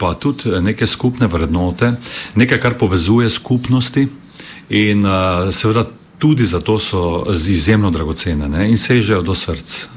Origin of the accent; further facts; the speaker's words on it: Styria, Slovenia; born there; na to našo štajersko, bi rekel, pripadnost naši državi